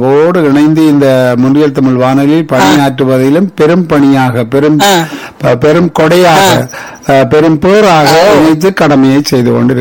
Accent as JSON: {"language": "Tamil", "country": "Sri Lanka", "tie": "born or raised there", "moved": "as an adult", "lives_now": "Canada", "said": "ஈழத்தமிழ் தாய் பெற்ற தமிழ் மகன், ஈழத்தமிழ் தாய் ஊட்டிய பால் குடித்தவன், ஈழத்தமிழ் மண்ணிலே ஓடி திரிந்தவன், தமிழை சுவாசிப்பவன், தமிழை வாசிப்பவன், தமிழை நேசிப்பவன், தமிழ் ஆசிரியனாக பேராசிரியராக இருந்திருக்கின்றேன் இலங்கையிலே."}